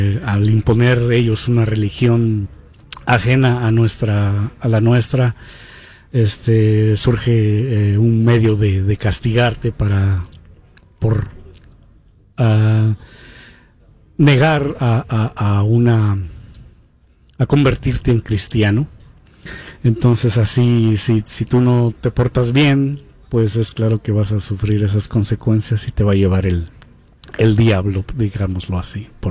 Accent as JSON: {"language": "Spanish", "town": "San Sebastián Tecomaxtlahuaca", "region": "Oaxaca", "country": "Mexico", "said": "originalmente la esencia de esta danza inicia en mi pueblo, San Sebastián Tecomaxtlahuaca."}